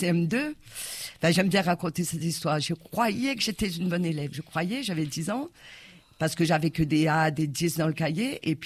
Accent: Réunion; je suis réunionnaise dans ma genèse, au plus profond. Donc, je ne peux écrire que sur ce que je connais. Et je connais bien mon île.

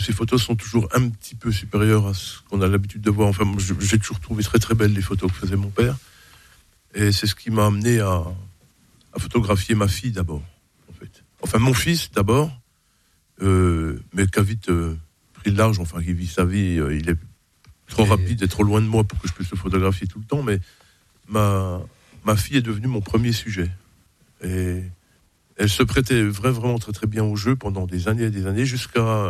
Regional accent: Montbéliard, Bourgogne-Franche-Comté, France; moved away as an adult; now in Besançon, France; je suis né à Montbéliard, mais je me sens byzantin beaucoup plus que montbéliardais. Ça fait un petit moment quand même que je suis ici maintenant.

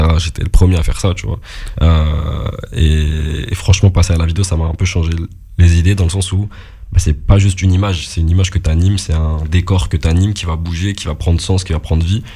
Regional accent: Morocco; moi-même je suis marocain

